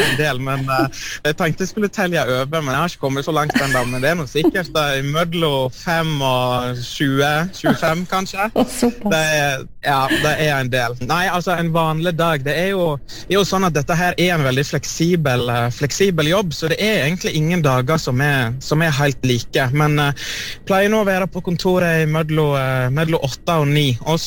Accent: Solvorn, Vestland, Norway; now in Bergen, Norway; jeg er fra Solvorn og fra Sogn

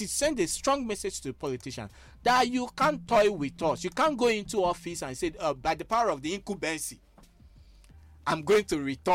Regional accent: Enugu State, Nigeria; I'm from Usudo Osea Anugu

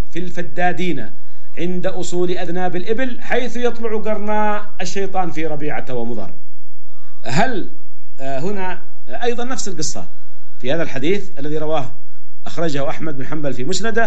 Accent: Syria; هم ينشئونهم عندنا في سوريا عندنا بعيد عن أوطانهم

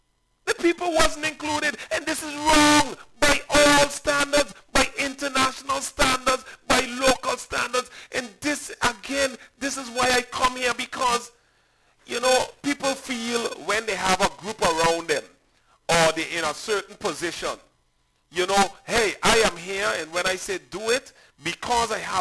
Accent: Sint Eustatius, Caribbean Netherlands; I come from Stacia.

